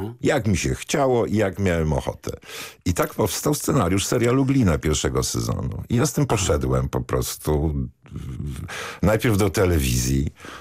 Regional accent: Łódź, Łódź Voivodeship, Poland; dzięki temu, że się urodziłem, wychowałem w Łodzi, miałem dużo kumpli, przyjaciół w środowisku filmowym

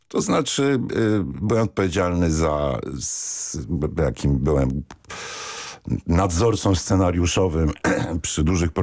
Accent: Łódź, Łódź Voivodeship, Poland; się urodziłem, wychowałem w Łodzi

